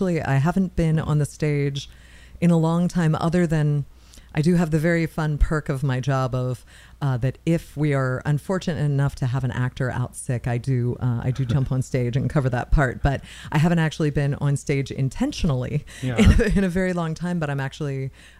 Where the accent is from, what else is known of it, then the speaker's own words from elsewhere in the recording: Baltimore, Maryland, United States; accent: Baltimore; moved away; I'm originally from Baltimore. My accent came out. I am from Baltimore.